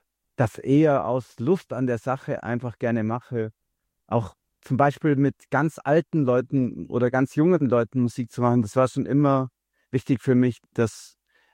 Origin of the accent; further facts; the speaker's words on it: Bavaria, Germany; Dass unser ganzes Wasser aus dem Allgäu, wo ich herkomme, eben einfach in die Ukraine fließt.